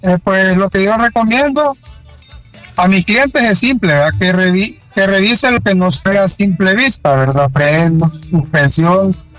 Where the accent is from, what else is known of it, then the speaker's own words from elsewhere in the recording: El Salvador; Sino que como salvadoreño, nosotros, ¿verdad?, decimos, o sea, como es el lema, ¿verdad?, prevenir es avanzar.